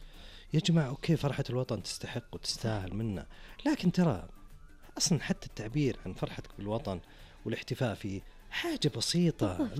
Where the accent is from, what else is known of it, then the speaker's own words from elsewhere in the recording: Saudi Arabia; بلادنا المملكة العربية السعودية